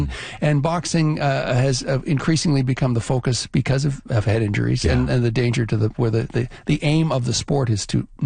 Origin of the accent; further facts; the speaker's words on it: Toronto, Ontario, Canada; I grew up in Toronto